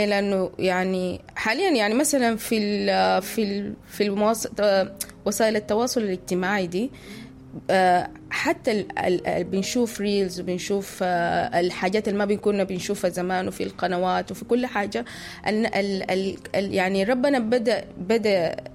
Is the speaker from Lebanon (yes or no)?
no; Sudan; يعني انا لما اقول الليلة انا سودانية، انا عاداتي وتقاليدي هي اللي بتورينا ان مثلا انا سودانية